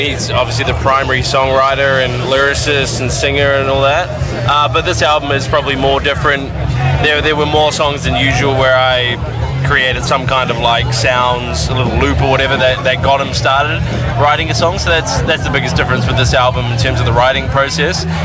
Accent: New Zealand; I would use, yeah, quite a large net. And, you know, a lot of, sort of like, I'm from New Zealand, so like sheep herding sort of situation.

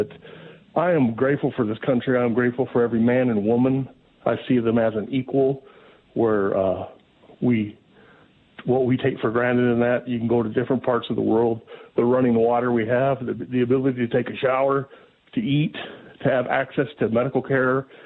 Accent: Michigan, United States; moved away; also born or lived in North Carolina; I was born and raised in Michigan

